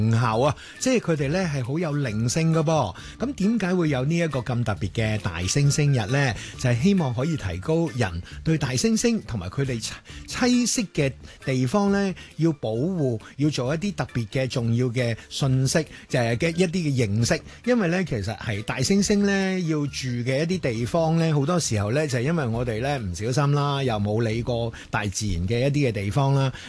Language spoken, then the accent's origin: Cantonese; Hong Kong; 但好像跟我们香港人好像距离很远。